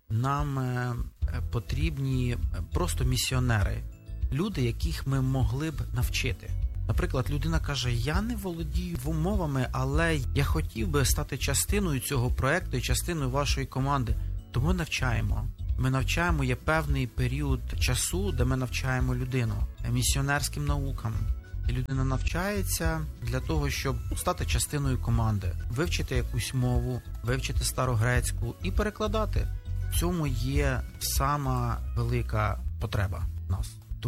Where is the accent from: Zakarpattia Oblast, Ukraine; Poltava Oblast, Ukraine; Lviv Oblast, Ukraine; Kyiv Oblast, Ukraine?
Kyiv Oblast, Ukraine; Bila Tserkva; Я з Білої церкви.